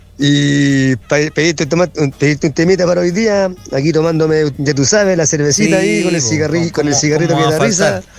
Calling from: Viña del Mar, Valparaíso, Chile; de Chorrillos y parte alta de Viña del Mar, aquí en la casita

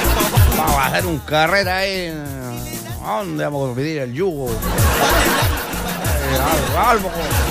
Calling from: Lebu, Biobío, Chile; de Lebu, mi lindo, muy lindo su programa.

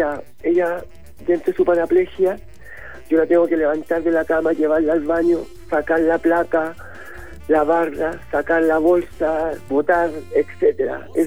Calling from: Pitrufquén, Araucanía, Chile; De acá de Pitrufquén.

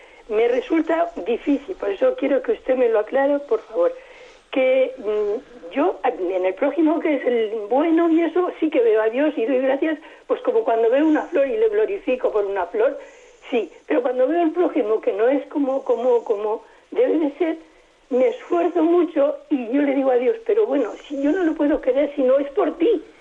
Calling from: Madrid, Community of Madrid, Spain; de Madrid.

